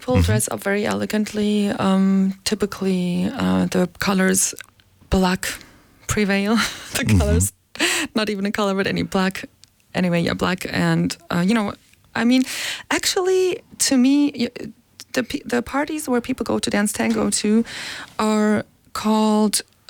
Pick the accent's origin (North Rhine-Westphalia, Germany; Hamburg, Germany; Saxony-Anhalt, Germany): Hamburg, Germany; born there; English is a second language; also born or lived in Transylvania, Romania; So I speak Romanian with my dad, who's Hungarian. I used to speak Hungarian with him until I was about 6 years old, because we moved from Transylvania to Germany, to Hamburg.